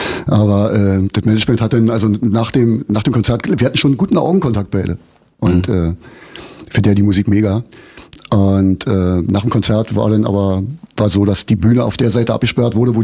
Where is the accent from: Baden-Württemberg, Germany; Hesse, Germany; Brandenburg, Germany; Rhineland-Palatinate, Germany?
Brandenburg, Germany; Aber schon ein Grund mehr zu sagen, wir kommen aus Brandenburg.